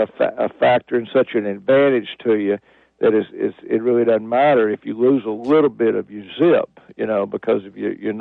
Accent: Mississippi, United States; now in New Orleans, United States; Of course, I grew up in North Mississippi, went to Ole Miss, but I've lived here in New Orleans now for 41 years

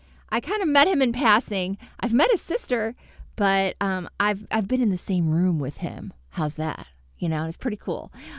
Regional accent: St. Louis, Missouri, United States; I'm from St. Louis. That's my hometown

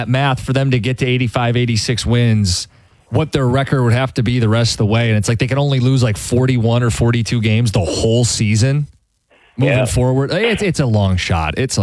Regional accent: Livonia, Michigan, United States; I'm from Livonia, so it's always been the local teams.

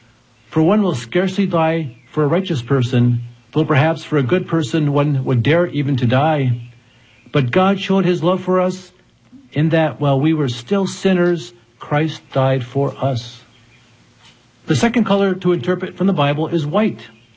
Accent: Michigan, United States; I grew up in Upper Michigan near Lake Superior. Typical snowfall for the area I lived in was around 200 inches a year.

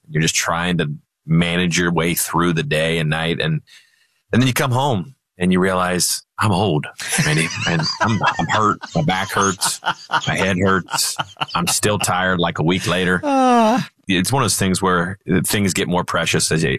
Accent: Columbus, Ohio, United States; my wife is an Ohio State Buckeye fan because I grew up around Columbus.

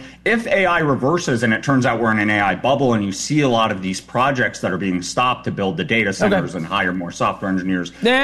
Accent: New Mexico, United States; my home state of New Mexico

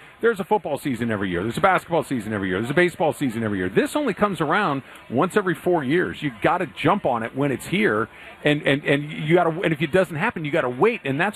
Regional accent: Arcadia, California, United States; I grew up in Arcadia

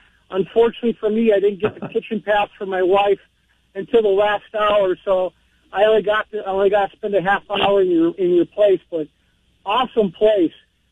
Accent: Massachusetts, United States; Because I'm from Western Mass. I don't really see a whole lot of signs.

